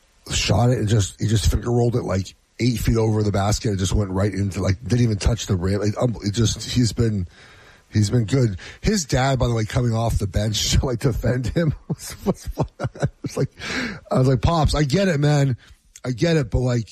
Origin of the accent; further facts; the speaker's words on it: California, United States; I drove along PCH every day for high school. I am definitely spoiled.